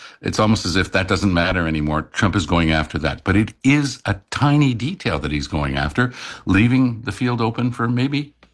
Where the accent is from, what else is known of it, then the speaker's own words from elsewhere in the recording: Quebec, Canada; I come from Quebec. I know that politicians here behave badly sometimes to get stuff on side, and it's very different from the rest of Canada.